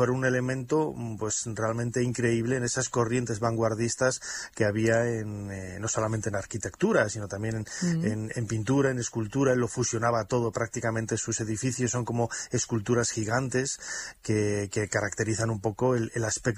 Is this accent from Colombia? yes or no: no; León, Castile and León, Spain; born there; also born or lived in Valladolid; now in Madrid, Spain; Yo nací en León, estudié en Valladolid y he acabado en Madrid.